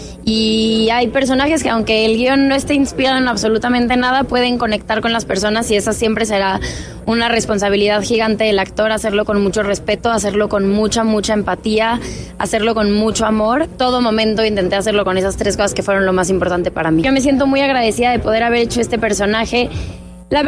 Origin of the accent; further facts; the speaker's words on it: Mexico; para todos nosotros como mexicanos